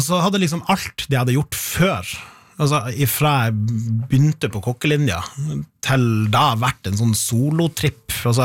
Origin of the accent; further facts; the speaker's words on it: Sigerfjord, Nordland, Norway; og da flytta liksom to av sønnerne til Sigefjorden der jeg er fra, og tok med seg blant annet det huset jeg bor i, og flytta til Sigefjorden.